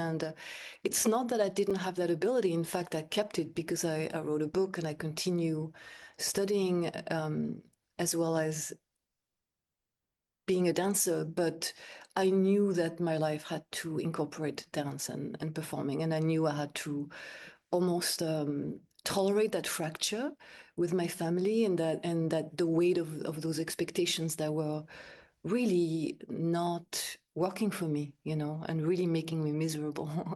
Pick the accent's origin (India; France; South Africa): France; also born or lived in United Kingdom; now in New York, United States; I remember arriving from the UK, which I didn't like very much. It was in the 90s, you know. And I didn't really love growing up in France either. And I remember arriving in New York